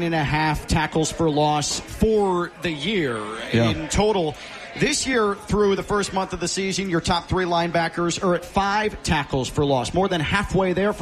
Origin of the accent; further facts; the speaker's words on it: Chicago, Illinois, United States; moved away; Me, growing up in Chicago